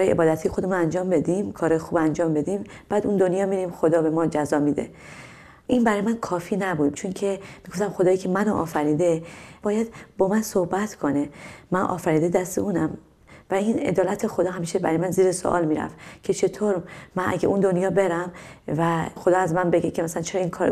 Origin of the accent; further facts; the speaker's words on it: Iran; من از یه خانواده مذهبی خیلی شدیدی هستم توی ایران و توی خانواده بزرگ شدم و خانواده من تمام تعالیم مذهبی رو به من دادن